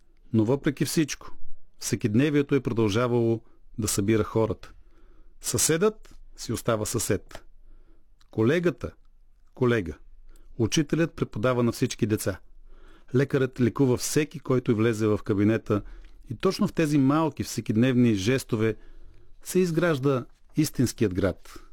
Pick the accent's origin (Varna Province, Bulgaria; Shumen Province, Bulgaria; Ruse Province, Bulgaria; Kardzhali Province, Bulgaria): Kardzhali Province, Bulgaria; Kardzhali; Аз съм от Кърджали.